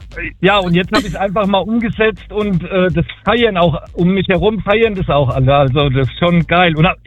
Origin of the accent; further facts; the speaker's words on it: Zaragoza, Aragon, Spain; Und die Idee zu dem Track, die kam mir schon vor ein paar Jahren, und zwar in Spanien, in Saragossa, in meiner Heimatstadt.